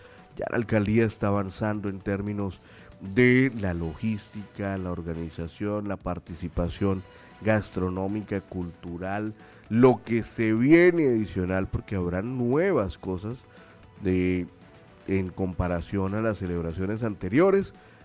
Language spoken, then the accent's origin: Spanish; Arauquita, Arauca, Colombia; como arauquiteño, llaneros del Piedemonte, pero llaneros al fin y al cabo